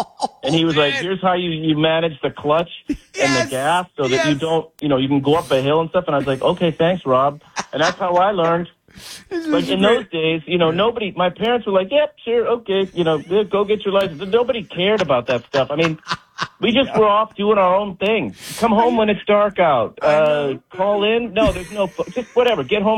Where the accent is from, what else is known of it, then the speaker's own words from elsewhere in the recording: Boston, Massachusetts, United States; And when I grew up in Boston, you know, I didn't have a car. I had a bike.